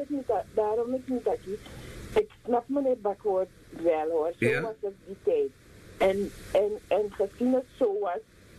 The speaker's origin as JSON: {"language": "Dutch", "country": "Nigeria", "second_language": "Dutch", "moved": "yes", "lives_now": "Netherlands", "said": "Naar de tijd. Deze tijd, de vereniging, ik kom van Nigeria, toch?"}